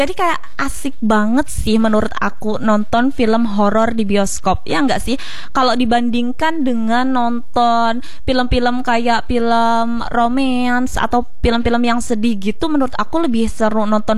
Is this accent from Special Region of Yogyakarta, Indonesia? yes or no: no; Pulang Pisau, Central Kalimantan, Indonesia; now in Palangka Raya, Indonesia; Karena aku asalnya dari Pulang Pisau ya teman Pro2.